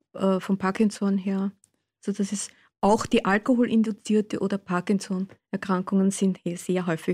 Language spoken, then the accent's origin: German; Vienna, Austria; Ich bin Wienerin